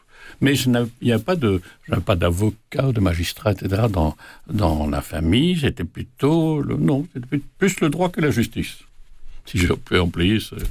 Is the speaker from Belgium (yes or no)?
yes; Liège, Wallonia, Belgium; moi, je suis un petit Liégeois qui naît en 1942, en pleine guerre.